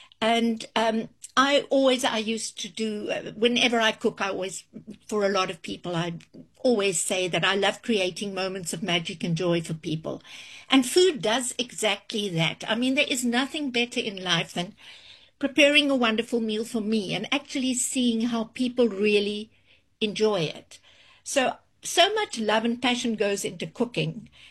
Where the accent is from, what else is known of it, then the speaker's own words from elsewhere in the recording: Free State, South Africa; also born or lived in Langebaan; it's a cookbook with loads of memories of growing up in the Free State, of living in Langebaan, and I used to open my house for long table lunches.